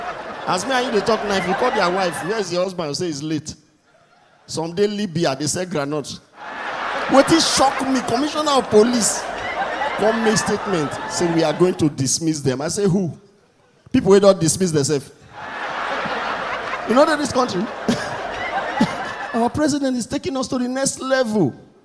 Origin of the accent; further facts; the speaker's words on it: Nigeria